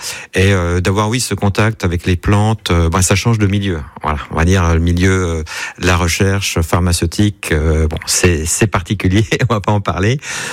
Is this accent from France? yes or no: yes; Bourgogne-Franche-Comté, France; Alors, je suis de l'Est de la France, je suis franc-comtois.